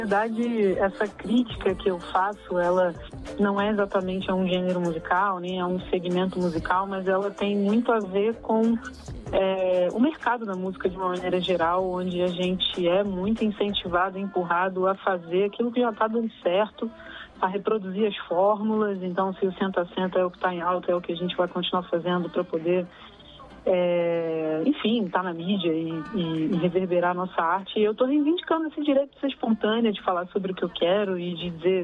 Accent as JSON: {"language": "Portuguese", "town": "São João de Meriti", "region": "Rio de Janeiro", "country": "Brazil", "tie": "born or raised there", "also_born_or_lived": "Jacarepaguá, Rio de Janeiro", "moved": "as an adult", "lives_now": "São Paulo, Brazil", "said": "Eu fui criada na Baixada Fluminense, no Rio de Janeiro. Mais tarde, ali pela adolescência, minha família foi para a Zona Oeste, então eu morei também em Jacarepaguá, na freguesia, mas hoje está todo mundo lá pela região serrana"}